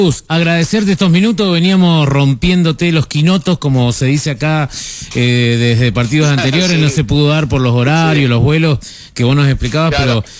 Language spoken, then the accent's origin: Spanish; Argentina